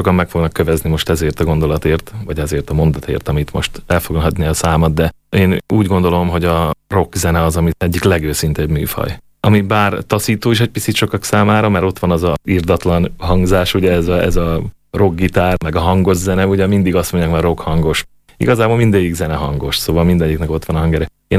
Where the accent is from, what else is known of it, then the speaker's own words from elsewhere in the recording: Kolárovo, Nitra Region, Slovakia; Gútán, szülővárosomban